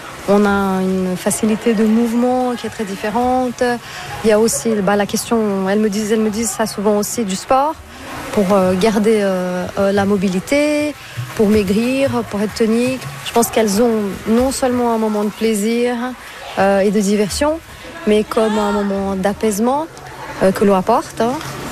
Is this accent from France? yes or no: no; Brazil; Moi, je suis brésilienne à la base, donc quand je pense à l'Amazone, ben, c'est trouble